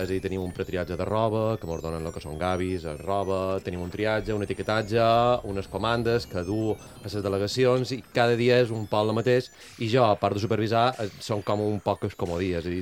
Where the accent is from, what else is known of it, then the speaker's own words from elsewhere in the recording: Palma, Balearic Islands, Spain; accent: Binissalem; Jo soc de Palma, tenc accent de Binissalem per la meva família, però soc de Palma